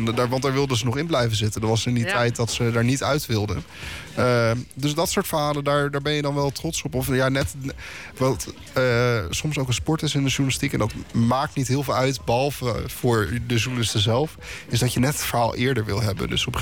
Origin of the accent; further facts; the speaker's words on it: Eemnes, Utrecht, Netherlands; moved away as an adult; also born or lived in Leiden; now in The Hague, Netherlands; Net op de grens van Laren is een dorpje. Dat heet Eemnes. Daar kom ik oorspronkelijk vandaan.